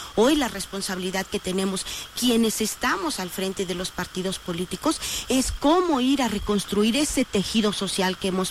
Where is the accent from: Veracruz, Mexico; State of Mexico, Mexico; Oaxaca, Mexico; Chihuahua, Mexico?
Oaxaca, Mexico; esa gran fraternidad que somos los oaxaqueños y las oaxaqueñas